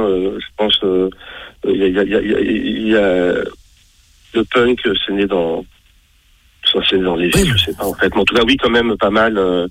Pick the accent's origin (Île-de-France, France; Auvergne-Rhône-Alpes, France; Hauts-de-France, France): Île-de-France, France; Sarcelles; j'ai vécu, j'ai grandi, je suis né à Sarcelles, dans les HLM.